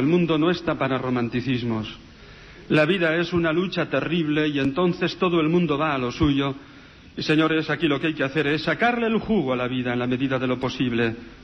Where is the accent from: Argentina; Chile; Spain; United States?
Spain; Navarre; nos íbamos hasta el Pirineo, allí en mi tierra, en Navarra, 150 kilómetros, hasta el último pueblo, Isaba.